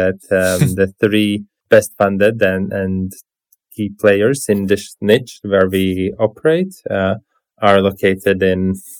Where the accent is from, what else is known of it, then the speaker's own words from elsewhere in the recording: Latvia; English is a second language; The key connection is that we are both from Latvia.